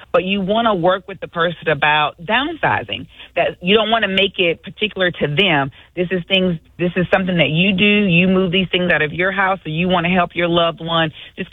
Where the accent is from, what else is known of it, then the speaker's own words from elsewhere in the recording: the South, United States; I'm from the South, so we say drop cords.